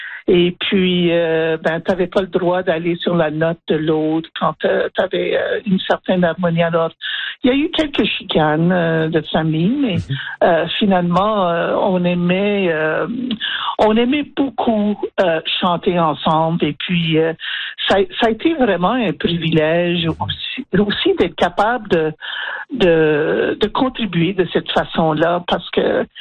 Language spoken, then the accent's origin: French; Saskatchewan, Canada; on est des Françaisquois, puis c'est quoi un Françaisquois? Alors on a beaucoup, beaucoup fait pour conscientiser, je pense, les masses au fait que le français ne s'arrêtait pas au Manitoba. Il y avait aussi en Saskatchewan.